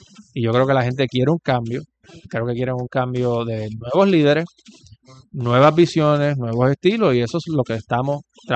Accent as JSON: {"language": "Spanish", "country": "Puerto Rico", "said": "Para mí, como puertorriqueño, lo más que me interesa"}